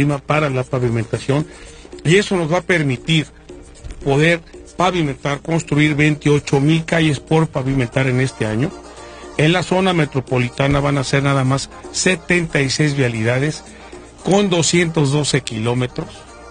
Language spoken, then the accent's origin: Spanish; Puebla, Mexico; te lo digo como un poblano que ha ya transitado, caminado muchos años aquí en la ciudad.